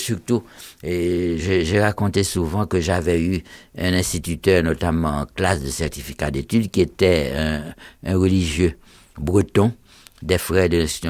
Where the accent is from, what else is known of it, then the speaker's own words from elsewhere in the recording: Jacmel, Sud-Est, Haiti; moved away; quand je suis arrivé dans ma ville natale